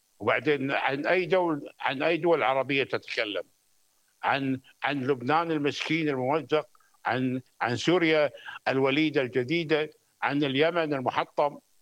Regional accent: Kuwait

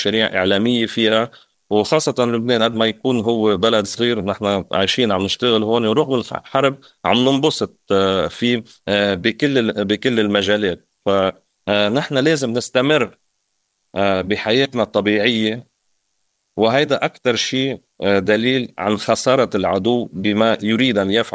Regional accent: Russia; Arabic is a second language; now in Beirut, Lebanon; نروحها ولو إجازة صغيرة نشوف قرايبينا، و بالمبدأ لبنتي لتشوف روسيا وبتضل يعني إلى انتماء لبلدها.

